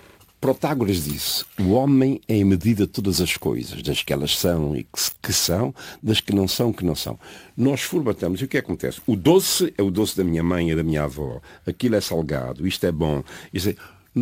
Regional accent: Azores, Portugal; moved away as an adult; now in United States; Dos Açores vim para aqui, fui para os Estados Unidos. Eu sou da minha terra, sou de São Miguel, sou português, sou na amiga.

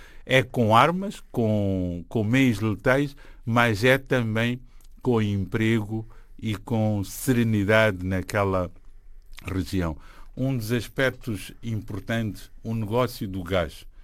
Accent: Mozambique

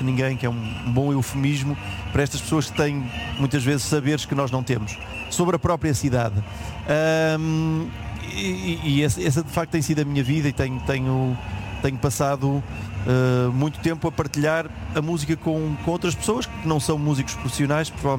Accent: Porto, Norte, Portugal

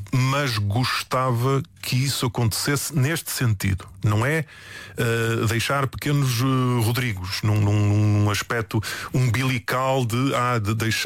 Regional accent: Porto, Norte, Portugal; now in Lisbon, Portugal; Passei a minha vida toda a ser identificado em Lisboa como alguém que nota-se perfeitamente que és do Porto.

